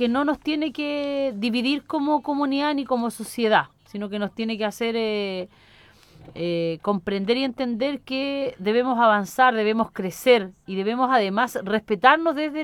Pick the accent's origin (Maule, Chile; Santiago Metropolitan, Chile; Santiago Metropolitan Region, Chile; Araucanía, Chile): Maule, Chile; Cauquenes; no debemos olvidar que en este tiempo y un 11 de septiembre no solamente los cauqueninos tenemos que mirar hacia afuera